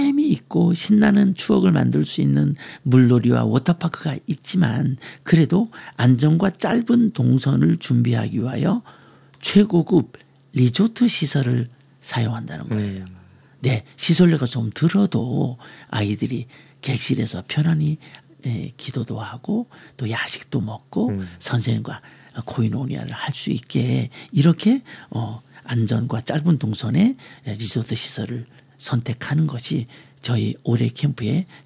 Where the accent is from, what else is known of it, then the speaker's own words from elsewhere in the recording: Gangwon, South Korea; 제 고향이 강원도니까